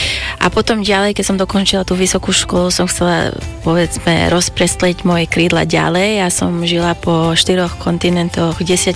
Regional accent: Vancouver, British Columbia, Canada; also born or lived in Slovakia; Som vyrastala vo Vancouveri a to bolo aj ďaka tomu, že v tom období Kanada veľmi potrebovala talentovanú a vzdelanú pracovnú silu, takže moji rodičia boli vysokoškoláci tuto zo Slovenska

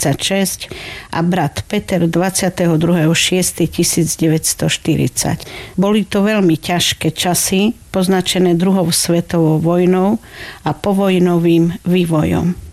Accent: Ukraine; Slovak is a second language; Reko, ja som Ukrajinka a lepšie viem slovenčinu ako vy.

